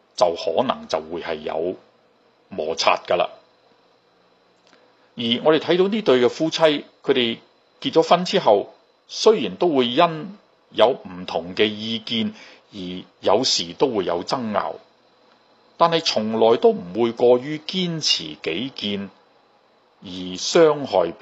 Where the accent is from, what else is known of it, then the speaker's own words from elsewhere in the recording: China; 咁呢我哋中國人都有句說話講，家家有本難念的經。